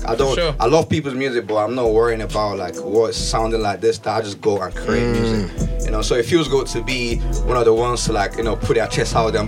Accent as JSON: {"language": "English", "town": "Ibadan", "region": "Oyo", "country": "Nigeria", "tie": "born or raised there", "also_born_or_lived": "Ikorodu / Lagos", "moved": "yes", "said": "but then I grew up in a city called Ibadan."}